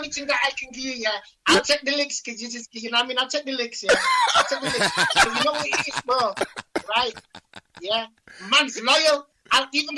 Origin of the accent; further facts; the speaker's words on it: Leeds, Yorkshire and the Humber, United Kingdom; I'm from Leeds. I rep Leeds.